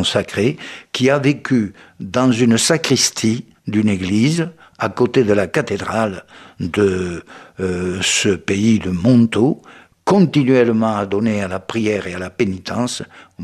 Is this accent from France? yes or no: yes; Brittany, France; Chez nous, en Bretagne, nous avons Saint Salomon